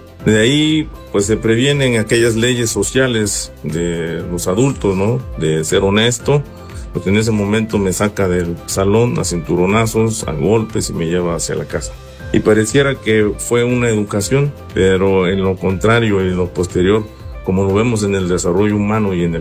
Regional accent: Tlapa de Comonfort, Guerrero, Mexico; Yo soy del municipio de Tlapa de Comonfort, Guerrero. Aquí tienen su casa, donde vivimos una infancia muy feliz.

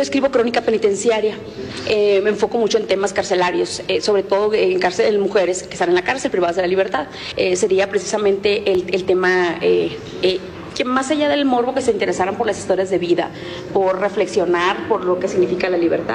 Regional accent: Hermosillo, Sonora, Mexico; vengo de Hermosillo, Sonora, en la jornada sonorense

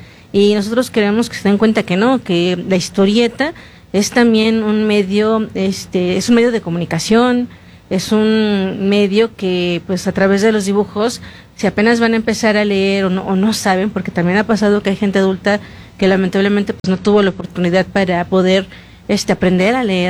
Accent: Tlaxcala, Mexico; yo soy de Tlaxcala, pongo la radio local

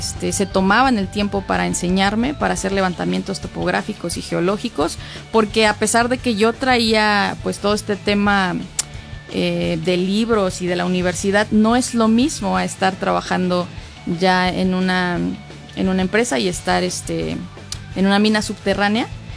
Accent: Zimapán, Hidalgo, Mexico; yo soy de Zimapán, sin embargo he tenido 16 escuelas porque a mis padres les gustaba mucho viajar, entonces nos mudábamos muy seguido, pero la mayor parte de mi niñez, pues, fue en Zimapán.

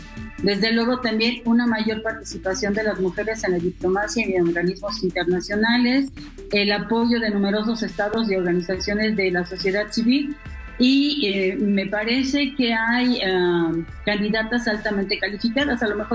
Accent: Mexico

